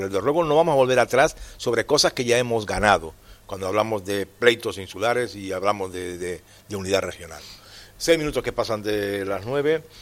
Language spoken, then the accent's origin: Spanish; Canary Islands, Spain; O somos canarias o no somos canarias. O somos canarias o no somos nadie.